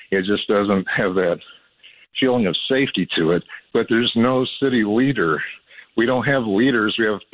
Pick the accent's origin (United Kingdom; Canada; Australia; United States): United States; Dallas, Texas; now in Springtown, United States; I grew up in Dallas.